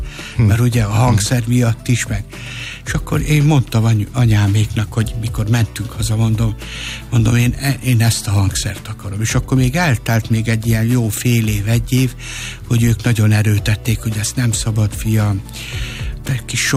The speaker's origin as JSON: {"language": "Hungarian", "town": "Zalaegerszeg", "region": "Zala", "country": "Hungary", "tie": "born or raised there", "also_born_or_lived": "Győr", "said": "Úgy bandikám, hogy akkor már ugye Zalaegerszegen laktunk, egyébként Győrbe születtem, de ott laktunk akkor már Zalaegerszegen, olyan 8-9 éves otthon"}